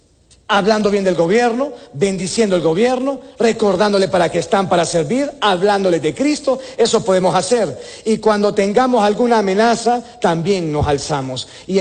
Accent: Honduras

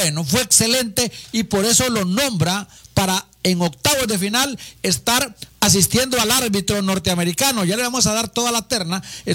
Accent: Honduras

